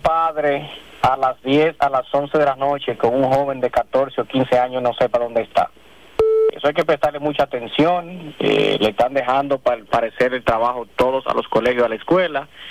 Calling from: Santo Domingo, Distrito Nacional, Dominican Republic; de Santo Domingo.

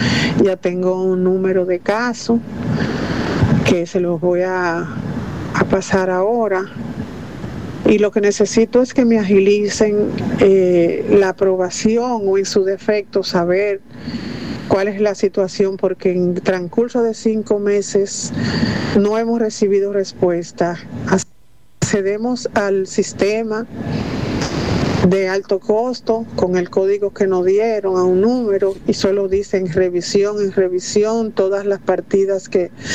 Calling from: La Romana, Dominican Republic; soy de La Romana.

